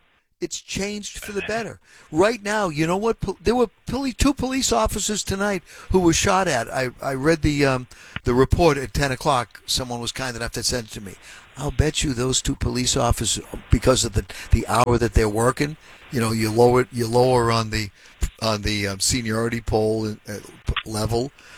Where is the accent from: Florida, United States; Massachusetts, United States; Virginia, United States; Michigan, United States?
Massachusetts, United States; Boston; When I grew up in Boston, it was rare to see a black police officer.